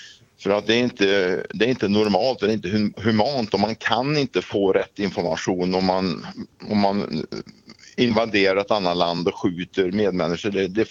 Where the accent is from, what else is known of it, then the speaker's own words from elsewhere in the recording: Russia; Swedish is a second language; Jag tror att man har alldeles fel propaganda hemma i Ryssland när man är stängd från omvärlden och man har inte rätt värderingar på saker och ting.